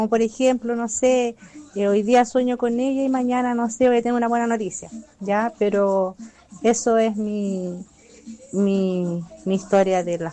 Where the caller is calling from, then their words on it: Molina, Maule, Chile; Acá yo soy de Molina